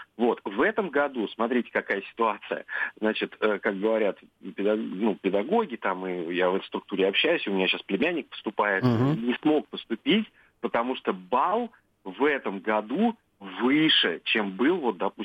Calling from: Nizhny Novgorod, Nizhny Novgorod Oblast, Russia; Мы сами из Нижнего Новгорода, из Нижегородской области.

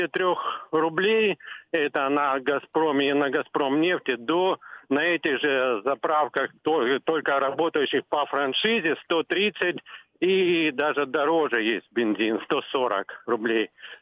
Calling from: Krasnodar Krai, Russia; в нашем как бы вот Краснодарском крае

